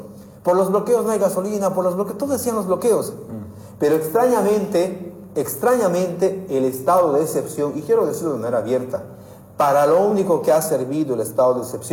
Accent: Cochabamba, Bolivia; ¿Qué cosa somos nosotros los chapareños?

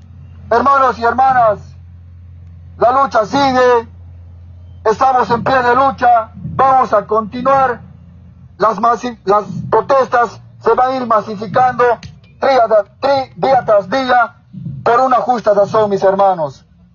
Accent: Cochabamba, Bolivia; nuestra región del trópico de Cochabamba, bastantemente organizado orgánicamente.

